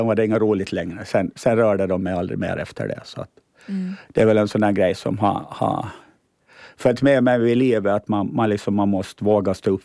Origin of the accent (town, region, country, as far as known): Åland Islands